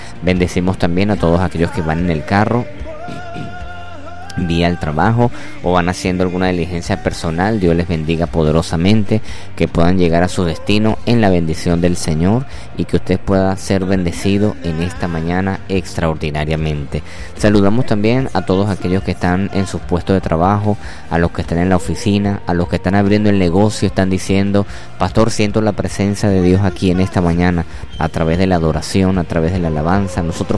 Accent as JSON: {"language": "Spanish", "country": "Venezuela", "said": "nuestro hermoso país Venezuela."}